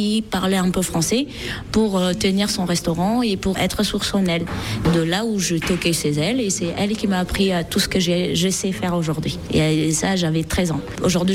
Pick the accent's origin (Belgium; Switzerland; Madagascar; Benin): Madagascar; French is a second language; moved away as an adult; also born or lived in Réunion; now in France; Je suis née à Madagascar. J'avais pas de parents ni quoi que ce soit. J'ai habité avec orphelinat française. C'est pour ça que je parle bien français